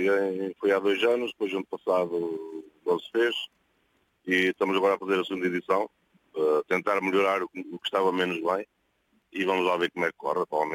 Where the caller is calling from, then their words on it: Andorinha, Coimbra, Portugal; Eu sou de Andorinha, Coimbra.